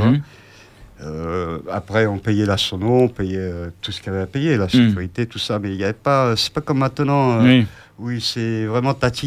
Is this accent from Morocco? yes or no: no; Paris, Île-de-France, France; now in Bordeaux, France; Moi, je suis plutôt natif de Paris, tu vois.